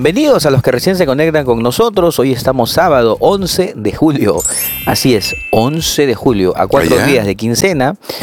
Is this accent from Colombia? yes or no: no; Peru